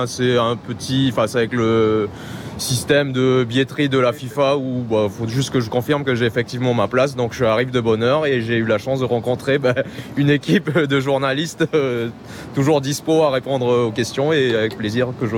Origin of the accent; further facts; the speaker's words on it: Tahiti, French Polynesia; On vient effectivement de Polynésie française, de Tahiti, et on a fait ce voyage depuis avant-hier.